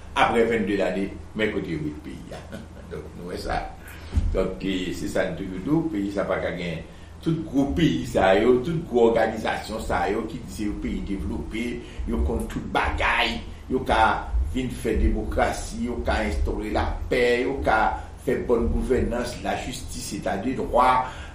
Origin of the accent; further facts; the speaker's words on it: Haiti; now in Boston, United States; nous saluons tout le monde, en général, quel que soit à côté de vous chez nous, en Haïti